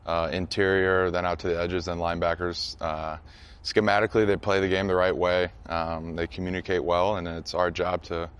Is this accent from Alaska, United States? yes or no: no; Iowa, United States; moved away; I grew up in the Midwest, you know, it's Iowa's a special place, and just how I was born and raised.